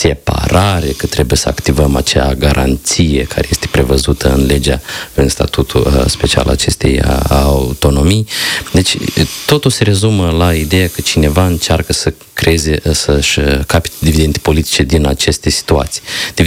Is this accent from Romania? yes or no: no; Moldova